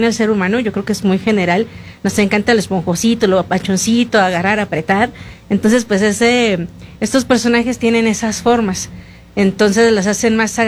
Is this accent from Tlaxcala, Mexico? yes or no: yes; Tlaxcala, Mexico; yo soy de Tlaxcala, pongo la radio local